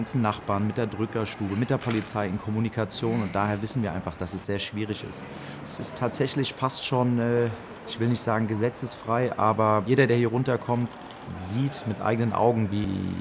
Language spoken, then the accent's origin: German; Frankfurt, Hesse, Germany; also born or lived in Offenbach; Ich bin hier im Bahnhofsviertel aufgewachsen